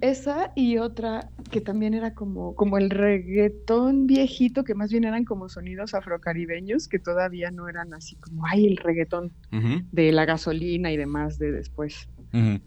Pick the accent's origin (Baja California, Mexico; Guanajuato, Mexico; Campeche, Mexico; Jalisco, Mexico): Guanajuato, Mexico; now in Mexico City, Mexico; yo vengo de Guanajuato, entonces es un clima igual seco, desértico.